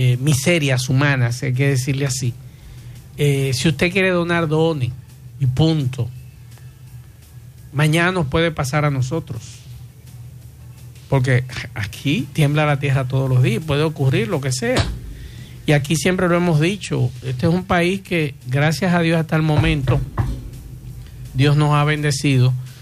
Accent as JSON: {"language": "Spanish", "country": "Dominican Republic", "said": "nosotros hemos dado a demostrar como dominicanos, y eso me hace sentir orgulloso"}